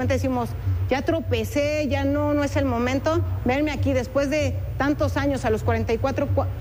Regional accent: Mexico; Para mí como policía, como mexicana y como mujer, me llena el alma

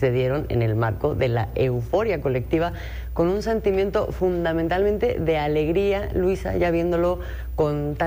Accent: Mexico; quiénes somos como mexicanos

